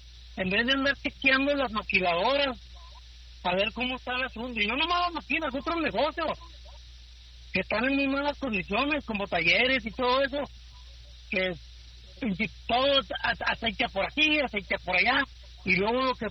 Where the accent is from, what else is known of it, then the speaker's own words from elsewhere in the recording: Chihuahua, Mexico; los que somos de Chihuahua